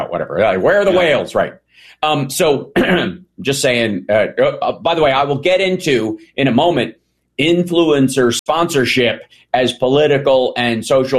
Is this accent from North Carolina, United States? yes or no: no; Kentucky, United States; I'm from Kentucky